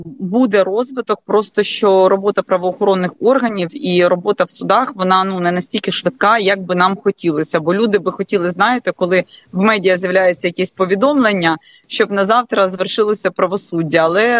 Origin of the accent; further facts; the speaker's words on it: Kyiv Oblast, Ukraine; я сама з Київщини